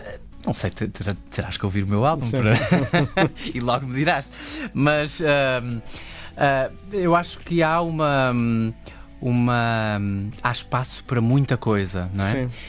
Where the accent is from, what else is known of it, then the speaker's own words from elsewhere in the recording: Azores, Portugal; moved away; also born or lived in Porto / New York; eu, como açoriano, não é? Nascido no epicentro deste Atlântico